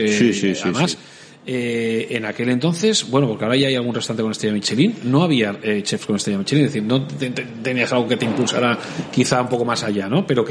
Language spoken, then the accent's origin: Spanish; San Sebastián, Basque Country, Spain; Fíjate que soy de Donosti.